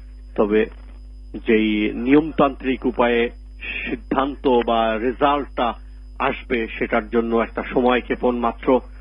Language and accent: Bangla; Bangladesh; বাংলাদেশের যারা সমর্থক রয়েছেন, যারা আমরা বাংলাদেশি রয়েছি